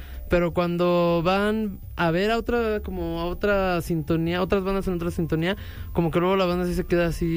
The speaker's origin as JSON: {"language": "Spanish", "region": "Mexico City", "country": "Mexico", "said": "Yo también soy del norte, yo soy de Coatepec, Barrio Alto, del reclusorio norte."}